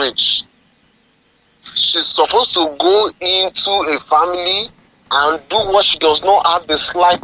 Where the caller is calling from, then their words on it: Nigeria; as a Nigerian